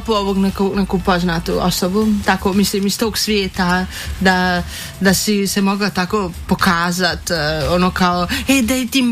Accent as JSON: {"language": "Bosnian", "town": "Tuzla", "region": "Federation of Bosnia and Herzegovina", "country": "Bosnia & Herzegovina", "tie": "born there", "said": "Pa mi smo, ja znamo, sam rođena odakle, u Tuzli."}